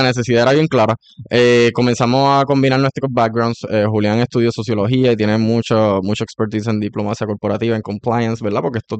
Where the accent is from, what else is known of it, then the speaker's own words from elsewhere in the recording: Toa Alta, Puerto Rico; also born or lived in Mayagüez; soy de Toa Alta y de Mayagüez. Se me hace difícil escoger entre esas dos.